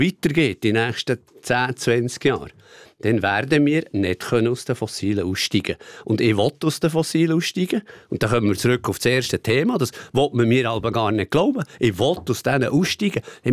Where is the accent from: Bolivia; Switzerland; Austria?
Switzerland; Bern; als Berner Oberländer